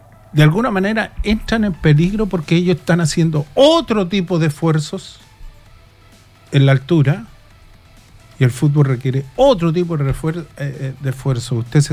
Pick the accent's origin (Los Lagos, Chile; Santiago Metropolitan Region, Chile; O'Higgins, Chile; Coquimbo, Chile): Coquimbo, Chile; La Serena; moved away; Yo vengo de la ciudad de La Serena, Coquimbo, ahí en la región de Coquimbo